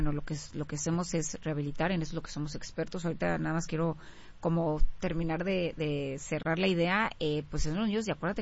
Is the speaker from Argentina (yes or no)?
no; Mexico; soy mexicana.